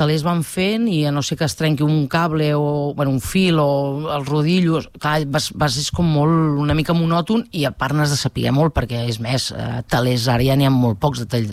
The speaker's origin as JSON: {"language": "Catalan", "town": "Manresa", "region": "Catalonia", "country": "Spain", "tie": "born or raised there", "said": "Jo soc nascuda a Manresa, el 29 d'abril del 81, i vaig estar vivint a Manresa fins quasi els 29 anys"}